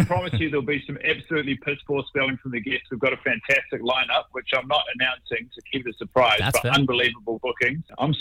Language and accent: English; New Zealand; Thank God You're Here, which I grew up watching here in New Zealand